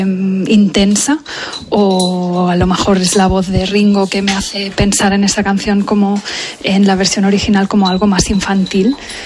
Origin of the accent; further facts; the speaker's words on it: L'Ametlla del Vallès, Catalonia, Spain; de la Ametlla del Vallès, en Barcelona.